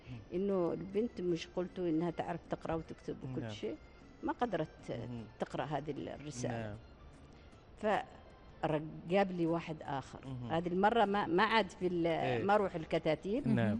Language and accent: Arabic; Salalah, Dhofar, Oman; also born or lived in Wadi Nahiz; مثل ما ذكرت لكم أنا من مواليد وادي نحيز، ونزحت أسرتي إلى صلالة.